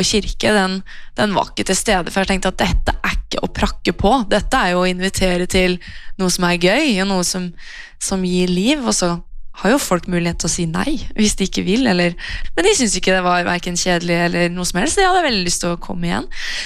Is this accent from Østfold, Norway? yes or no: yes; Sarpsborg, Østfold, Norway; jeg har vokst opp her i Sarpsborg, rett på oversiden av Greåker Frikirke, med en mor og en far og en bror, alle fire under samme tak.